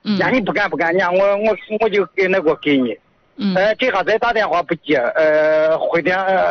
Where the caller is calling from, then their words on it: Yuncheng, Shanxi, China; 我是咱烟湖区的。